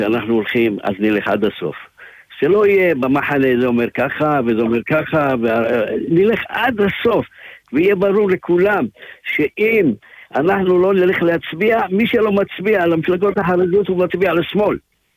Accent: Ofakim, Southern District, Israel; אתה רוצה לדעת מאיזה עיר? אני אגיד, באופקים, כן.

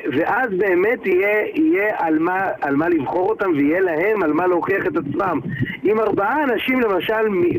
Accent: Rishon LeZion, Central District, Israel; now in Bnei Brak, Israel; שאני גדלתי בתור ילד בראשון

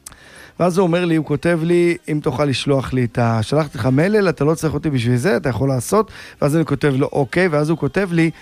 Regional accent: Jerusalem, Jerusalem District, Israel; גדלנו בירושלים

